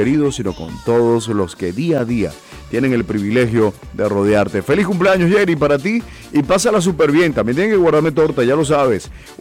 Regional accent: Venezuela; somos venezolanos, somos diferentes

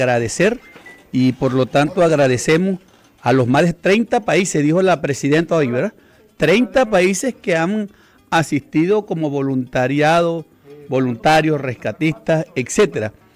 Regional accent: Lechería, Anzoátegui, Venezuela; moved away; desde mi pueblo allá donde yo nací, en Lechería

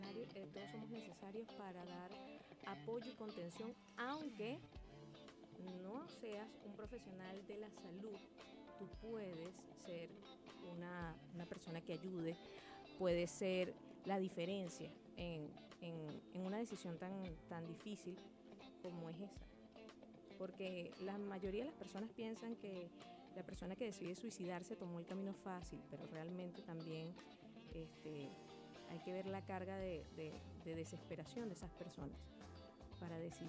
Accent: La Guaira, Venezuela; yo soy de La Guaira.

